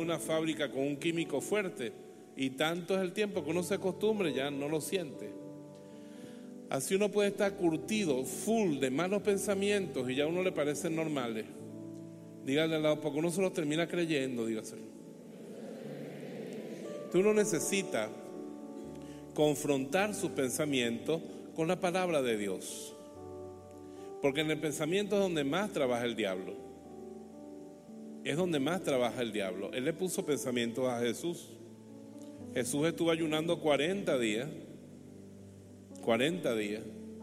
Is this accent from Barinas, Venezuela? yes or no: no; Bejuma, Carabobo, Venezuela; el basurero que es la entrada de mi pueblo, horrorosamente, el basurero de Bejuma